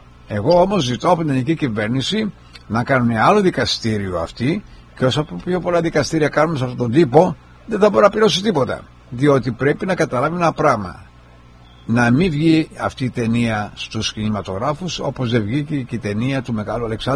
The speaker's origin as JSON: {"language": "Greek", "area": "Kefalonia", "region": "Ionian Islands", "country": "Greece", "tie": "born or raised there", "moved": "yes", "lives_now": "United States", "said": "Από μωρό έχω βαφτιστεί Ορθόδοξος και ήμουνα και μεγάλωσα σε μοναστήρια στην Ελλάδα, στην Κεφαλονιά."}